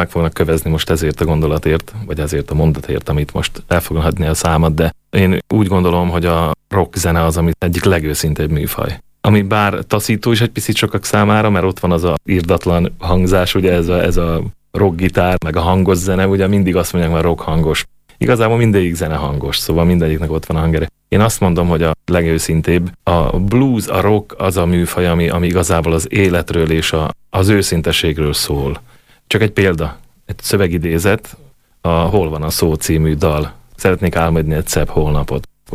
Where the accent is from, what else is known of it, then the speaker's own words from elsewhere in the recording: Kolárovo, Nitra Region, Slovakia; Én a rockzenekarban énekeltem … Gútán, szülővárosomban